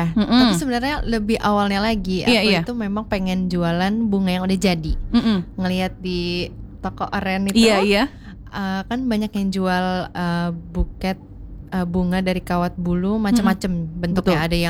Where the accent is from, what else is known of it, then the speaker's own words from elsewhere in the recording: Bekasi, West Java, Indonesia; moved away as an adult; now in Surabaya, Indonesia; Aku asli Bekasi.